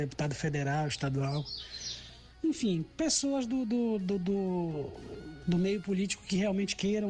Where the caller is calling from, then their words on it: Pará, Brazil; Eu vou falar do povo paraense porque eu sou paraense, né?